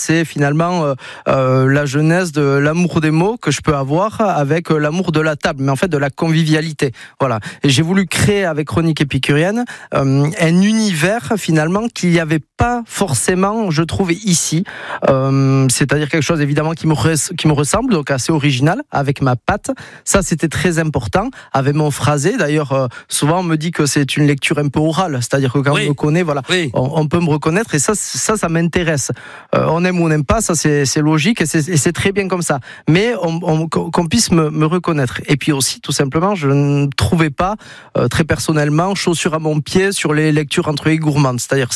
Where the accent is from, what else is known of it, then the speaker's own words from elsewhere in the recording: Ascain, Nouvelle-Aquitaine, France; also born or lived in Saint-Jean-de-Luz / Paris; Alors moi, je viens d'Asquin, maison familiale à Asquin, Lusien de naissance, scolarité classique au Pays Basque. J'ai fini mes études à Paris